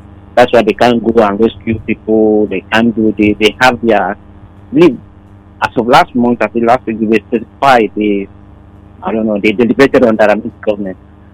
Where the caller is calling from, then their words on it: Nigeria; Yeah, I'm calling from Nigeria right now.